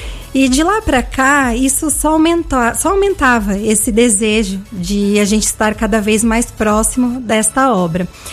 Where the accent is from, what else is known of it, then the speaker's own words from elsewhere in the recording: São Paulo, Brazil; now in Cachoeira Paulista, Brazil; eu sou natural de São Paulo e atualmente estou morando aqui em Cachoeira Paulista.